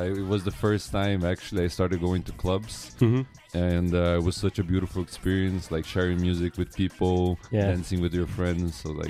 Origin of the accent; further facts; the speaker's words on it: Curitiba, Paraná, Brazil; moved away as an adult; now in Tokyo, Japan; So I was born and raised in Curitiba, in the south of Brazil